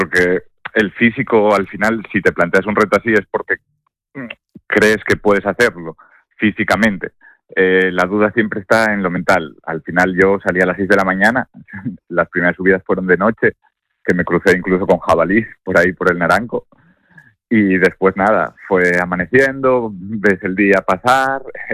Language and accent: Spanish; Lastres, Asturias, Spain; now in Oviedo, Spain; yo soy de Lastres, pero vivo aquí en Oviedo.